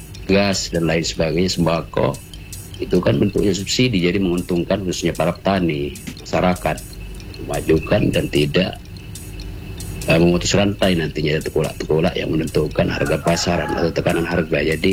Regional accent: Balak, Lampung, Indonesia; dibentuklah Koperasi Merah Putih di Pekon Balak, Kecamatan Batu Bekak. Pekon kami ataupun desa kami itu adalah desa budaya atau kerajaan adat.

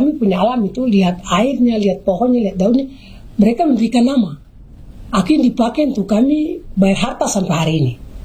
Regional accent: Southwest Papua, Indonesia; jadi karena kami orang Mebrat selalu bayar harta.

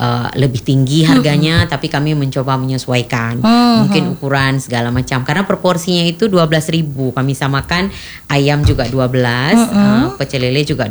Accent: Aceh, Indonesia; saya adalah orang Aceh

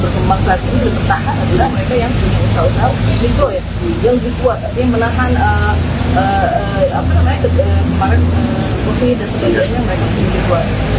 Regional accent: Sorong, Southwest Papua, Indonesia; saya ini lahir di Sorong.

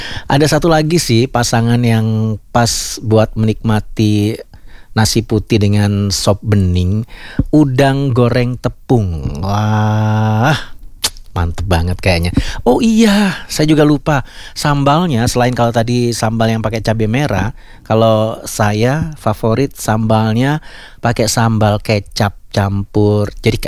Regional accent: East Java, Indonesia; dulu zaman saya waktu kecil di Jawa Timur.

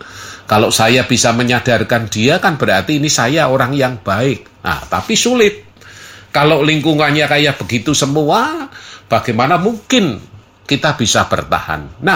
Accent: Surakarta, Central Java, Indonesia; sama-sama orang Jawa Tengah. Bahasa kita, orang Solo, dengan orang Semarang ada yang berbeda.

